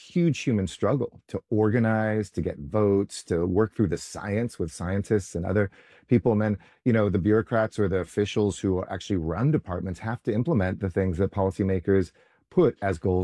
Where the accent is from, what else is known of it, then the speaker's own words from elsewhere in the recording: Los Angeles, California, United States; from growing up in Los Angeles, where we were the smoggiest city in America with the worst pollution